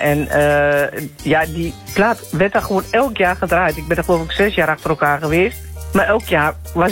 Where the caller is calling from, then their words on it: Oldenzaal, Overijssel, Netherlands; ik kom uit Oldenzaal, dus vlakbij Ente.